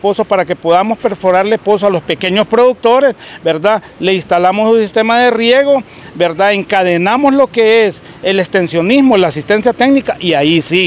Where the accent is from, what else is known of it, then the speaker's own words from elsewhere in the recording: Honduras; ni como hondureños ni como plataforma